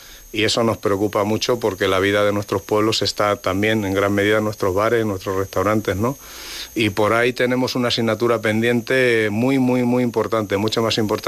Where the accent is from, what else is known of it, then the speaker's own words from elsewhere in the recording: Castilla-La Mancha, Spain; como los manchegos nos pensamos